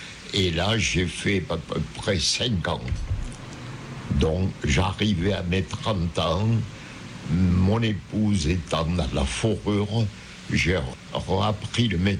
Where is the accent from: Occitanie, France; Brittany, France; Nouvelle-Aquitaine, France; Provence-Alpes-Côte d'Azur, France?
Occitanie, France; born there; comme j'avais déjà travaillé à Superbannière, où j'avais un droit de priorité vu que le terrain appartient à la commune où je suis né